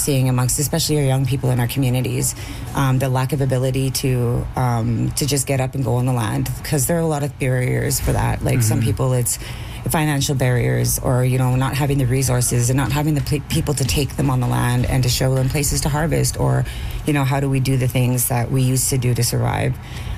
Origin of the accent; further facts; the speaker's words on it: Fort Simpson, Northwest Territories, Canada; I'm from Fort Simpson, Northwest Territories.